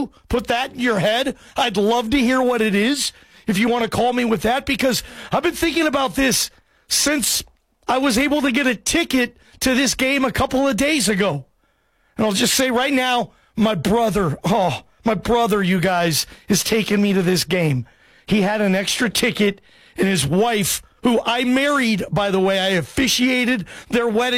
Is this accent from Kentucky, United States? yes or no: no; Seattle, Washington, United States; Guys, I'm from Seattle. I've seen more games in that stadium than any stadium ever. It's going to be weird seeing, like, my stadium.